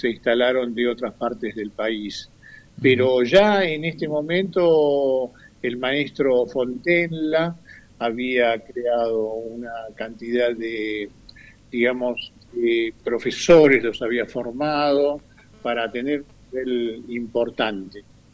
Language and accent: Spanish; Buenos Aires, Argentina; moved away as an adult; now in General Roca, Argentina; como familia vinimos aquí en el año 94. Yo soy originalmente de Buenos Aires, de Capital